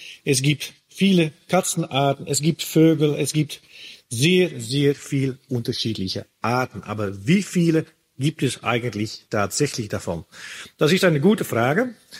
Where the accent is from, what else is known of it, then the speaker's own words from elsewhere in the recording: Netherlands; Ursprünglich komme ich aus Holland, in den Niederlanden eigentlich, da habe ich auch studiert, da habe ich meine Promotionsforschungen gemacht.